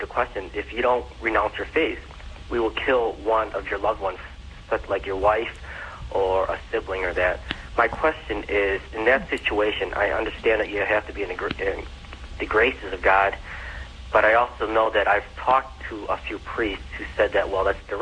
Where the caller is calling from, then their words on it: Evergreen Park, Illinois, United States; Yeah, I'm near Chicago, Illinois.